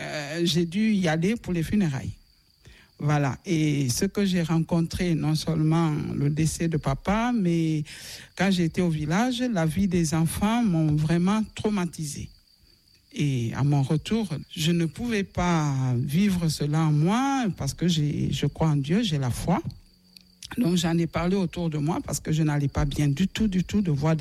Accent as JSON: {"language": "French", "town": "Nzérékoré", "region": "Nzérékoré Region", "country": "Guinea", "tie": "born or raised there", "said": "Car je suis natif des Érécorées, la République de Guinée, mais en région forestière."}